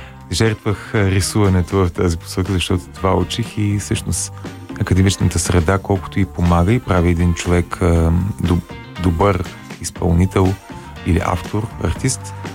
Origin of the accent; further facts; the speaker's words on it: Kavarna, Dobrich Province, Bulgaria; Аз съм отраснал в Каварна, едно малко крайморско градче.